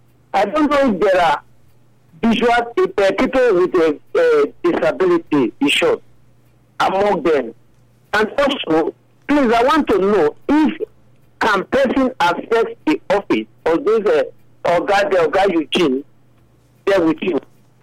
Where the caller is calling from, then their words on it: Edo, Nigeria; I'm calling from Masabo Street, close to Universal Hospital